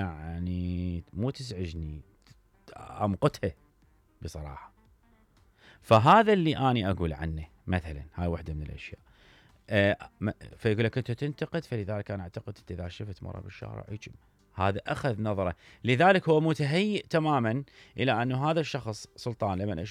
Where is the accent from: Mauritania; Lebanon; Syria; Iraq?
Iraq; بالمناسبة هاي مرحلة التخيل واحنا نحب هاي المنطقة كعراقيين نحب هاي منطقة التخيل